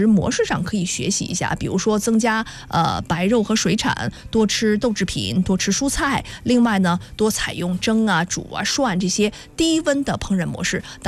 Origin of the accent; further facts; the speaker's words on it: Shandong, China; 咱们山东人